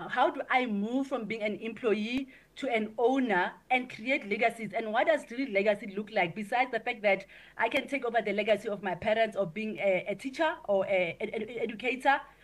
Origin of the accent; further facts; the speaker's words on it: Zeerust, North West, South Africa; moved away; you move from high school, from a rural area, I'm from Zirast in the Northwest